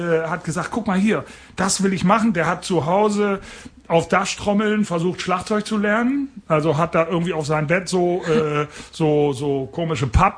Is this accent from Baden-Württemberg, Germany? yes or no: no; Bremen, Germany; Ich bin aufgewachsen in Bremen